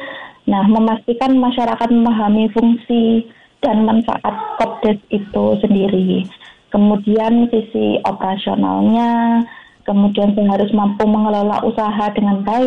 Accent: Malang, East Java, Indonesia; now in Lampung, Indonesia; Dari Kota Malang, Jawa Timur. Kemudian saya kebetulan pindah ke Lampung itu sekitar bulan Desember. Lampung Tengah.

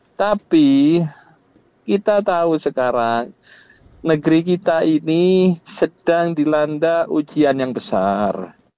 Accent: Indonesia; born there; Kita harus bangga lahir di Indonesia, negeri yang damai, negeri yang guyub, negeri yang teduh.

